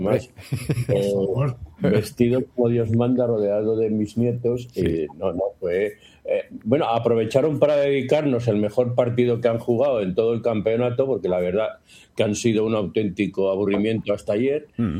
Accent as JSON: {"language": "Spanish", "country": "Spain", "said": "hoy somos mucho españoles"}